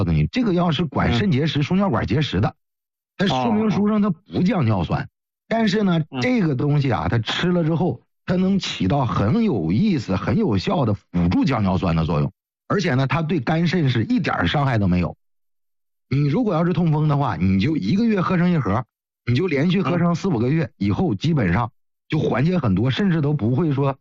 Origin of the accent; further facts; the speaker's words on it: Heilongjiang, China; 我家就是哈尔滨下面的。